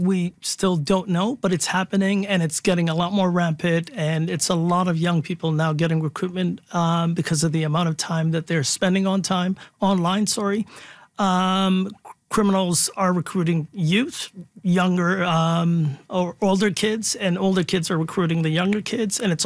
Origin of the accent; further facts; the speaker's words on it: Canada; as a Canadian society